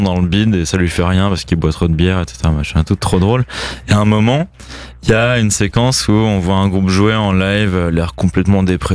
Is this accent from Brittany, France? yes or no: yes; Lorient, Brittany, France; Parce que je suis de Lorient et il y a la côte et tout ça.